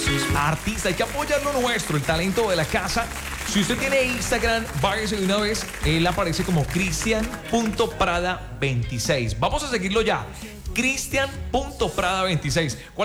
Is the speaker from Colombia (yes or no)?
yes; Cúcuta, Norte de Santander, Colombia; es de la tierra, es de mi sangre, es aquí paisano mío.